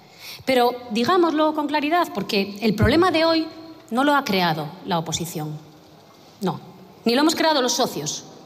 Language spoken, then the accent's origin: Spanish; Galicia, Spain; Señor Feijóo, soy gallega, creo que el acento, ¿no? Sí, soy gallega, sí. Y en nuestra tierra, su currículum lo conocemos bien